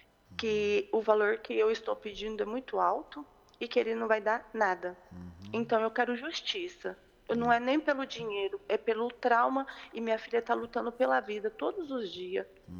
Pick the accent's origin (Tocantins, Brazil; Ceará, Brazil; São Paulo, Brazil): São Paulo, Brazil; Barretos; moved away; Minha filha está no hospital, eu estou em outro país, eu sou de Barretos.